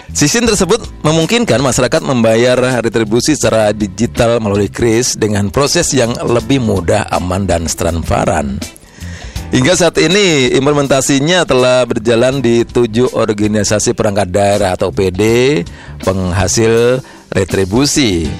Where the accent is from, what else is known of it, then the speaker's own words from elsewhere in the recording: Magelang, Central Java, Indonesia; sebagai bentuk kepedulian kita warga Kota Magelang